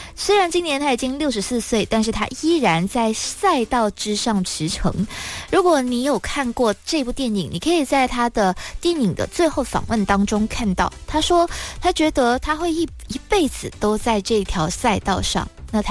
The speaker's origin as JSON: {"language": "Chinese", "country": "Malaysia", "said": "有作为马来西亚人的自豪"}